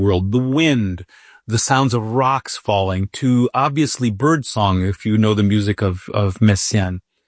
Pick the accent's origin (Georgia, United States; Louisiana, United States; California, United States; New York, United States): California, United States; pieces of music that to me are really bound to the experience of being a Californian.